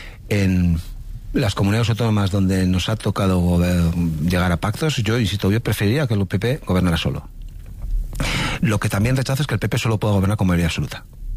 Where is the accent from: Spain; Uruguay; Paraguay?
Spain; San Sebastián, Basque Country